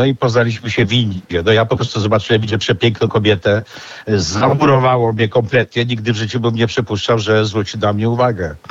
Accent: Warsaw, Masovian Voivodeship, Poland; ja z Warszawy oczywiście i ja przeprowadziłem z moją mamą w 1974 roku do bloku na ulicy Ogrodowej w Warszawie na 7 piętro

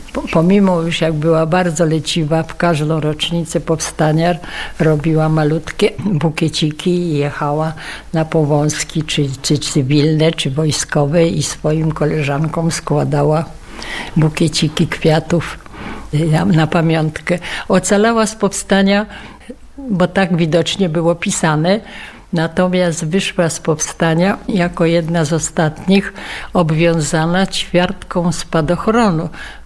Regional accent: Warsaw, Masovian Voivodeship, Poland; born there; urodzona w Warszawie jestem i całe moje dorosłe życie i pracę w Warszawie i moi rodzice też.

